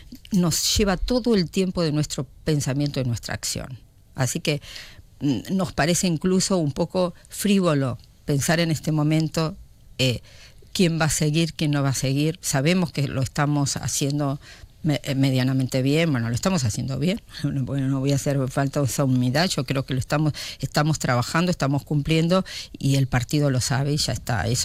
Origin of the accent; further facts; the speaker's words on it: Argentina; porque nosotros, yo como argentina, viví cuando tenía 22 años y estaba en quinto año de medicina, la guerra de las Malvinas.